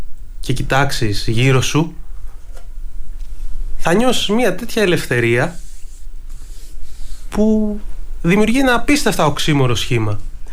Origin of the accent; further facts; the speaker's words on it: Zakynthos, Ionian Islands, Greece; moved away; Λοιπόν, εγώ είμαι από τη Ζάκυνθο.